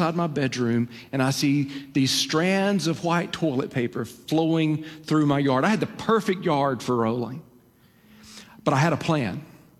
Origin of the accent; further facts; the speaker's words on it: Alabama, United States; But I grew up in North Alabama, in Lawrence County, Alabama. We grew up on a cattle ranch